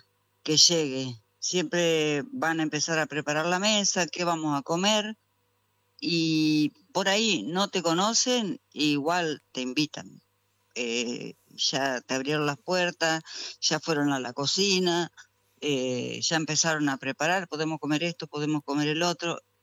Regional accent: Argentina; nosotros los argentinos

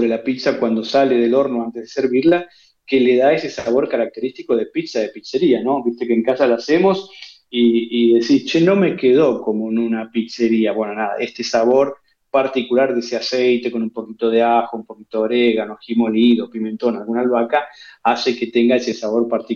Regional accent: Argentina; Como los argentinos, que somos así de juntarnos a comer una pizza en Argentina

